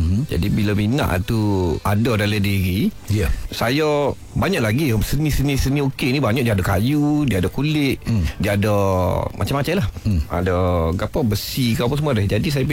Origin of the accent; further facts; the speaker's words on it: Besut, Terengganu, Malaysia; moved away as an adult; now in Lundang, Malaysia; saya berasal dari Besut, tapi nikah dengan orang Lunde. Jadi selama ni dalam 5 tahun ataupun 6 tahun dah saya duduk di Lunde.